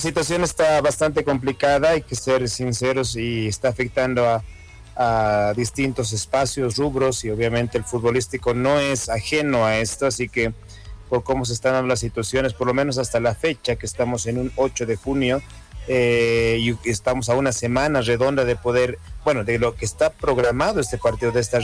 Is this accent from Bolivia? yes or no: yes; Bolivia; la casa que tenemos como bolivianos